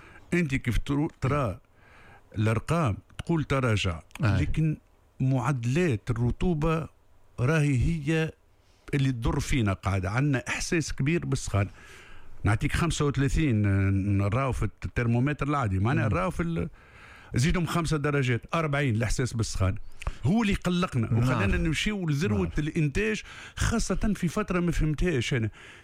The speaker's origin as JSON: {"language": "Arabic", "country": "Tunisia", "accent": "Tunisian", "said": "بلهجتنا التونسيه"}